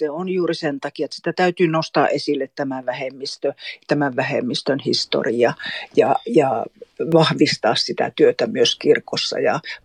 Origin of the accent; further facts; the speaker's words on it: Kolari, Lapland, Finland; now in Kaunisvaara, Sweden; Mä olen Tornionlaaksosta. Mulla on juuria Suomen ja Ruotsin puolella. Itse mä olen kasunut sitten niin Suomen puolella Tornionlaaksossa Kolarissa. Ja tällä hetkellä mä asun Kaunisvaarassa.